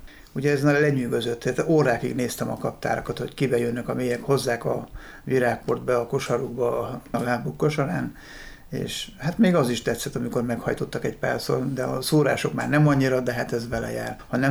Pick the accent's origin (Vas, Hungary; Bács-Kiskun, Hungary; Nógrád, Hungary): Nógrád, Hungary; Ősagárd; Ősagárdon egy kis faluban, délnográdi kis falu, szíven evangélikus faluban nőttem fel